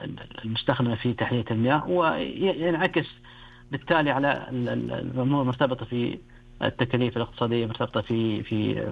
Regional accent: Saudi Arabia; عندنا الان في السعوديه

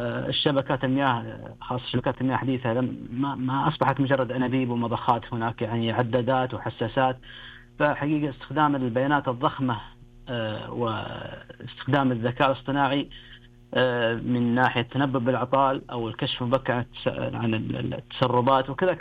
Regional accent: Saudi Arabia; عندنا الان في السعوديه

